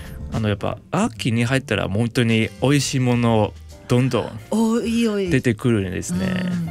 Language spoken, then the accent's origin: Japanese; Hong Kong; Japanese is a second language; まあ、僕も香港出身なんですけども、あの、まあ、割と香港と日本はやっぱ似てるですね